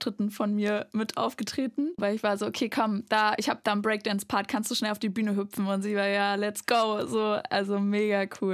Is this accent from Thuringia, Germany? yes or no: yes; Erfurt, Thuringia, Germany; also born or lived in Weimar; Also ich bin in Weimar geboren, bin aber in Erfurt groß geworden.